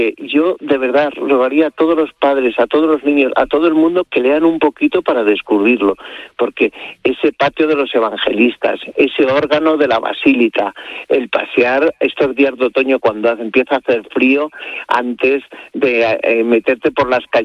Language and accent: Spanish; Madrid, Community of Madrid, Spain; a los que somos de Madrid, como está aquí al lado, no lo valoramos.